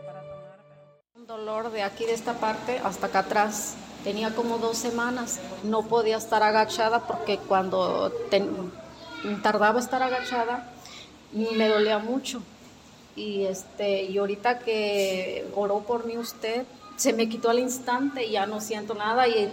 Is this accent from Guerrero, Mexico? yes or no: no; Tancanhuiz, San Luis Potosí, Mexico; Soy de Tancanhuiz, pero en una comunidad llamada Cuatlameyán.